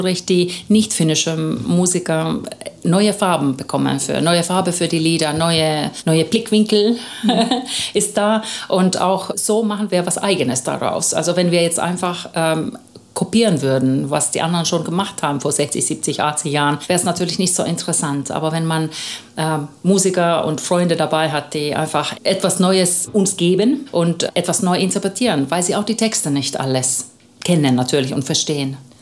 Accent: Southern Germany, Germany; Wir kommen aus Süddeutschland und da kennt man ja dann natürlich irgendwann dann die passenden Leute auch.

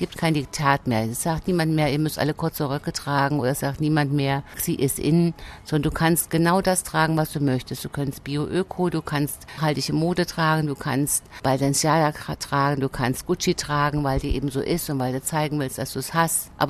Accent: Jena, Thuringia, Germany; born there; now in Dresden, Germany; Ich bin vor vielen, vielen Jahren hier mal geboren in Jena, bin aber seit 24 Jahren in Dresden zu Hause. Habe eine kleine Wohnung am Planetarium

